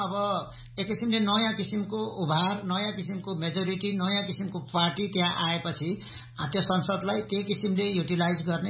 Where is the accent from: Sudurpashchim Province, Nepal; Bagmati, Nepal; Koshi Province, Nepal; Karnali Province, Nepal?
Koshi Province, Nepal; भारत सिक्किम र नेपालको सिमाना जोडिएको ठाउँलाई चाहिँ तीन सिमाना हुन्छ, त्यो मेरो गाउँमा पर्दछ।